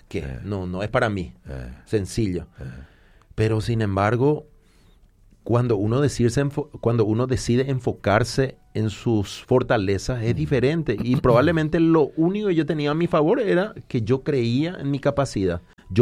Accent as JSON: {"language": "Spanish", "country": "Paraguay", "said": "Y yo soy de Paraguay."}